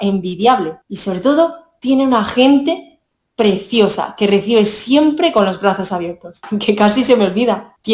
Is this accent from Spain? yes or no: yes; Fuenterribilla, Spain; mi pueblo, Fuenterribilla, tiene mucho que ofrecer. Tiene un entorno precioso y paisajes para pasear y disfrutar. Goza de una tranquilidad envidiable y sobre todo tiene una gente preciosa